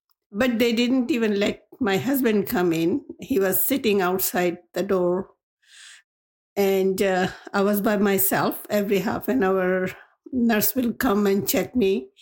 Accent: Pakistan; English is a second language; moved away as an adult; now in Vancouver, Canada; I came from Pakistan, and back home, when I see it, it was completely different. My first experience was very difficult. My first child in 1968 in Canada, in Vancouver.

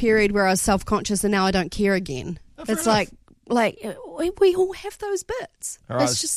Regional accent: Nelson, New Zealand; I grew up in Nelson

